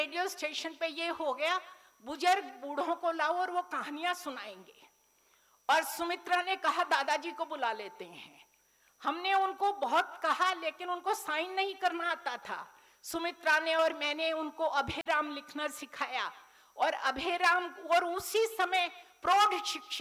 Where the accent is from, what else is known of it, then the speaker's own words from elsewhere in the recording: Haryana, India; मैं एक ग्रामीण अंचल से हूँ, एक जाट परिवार से हूँ, सै और शै का अंतर ही नहीं पता था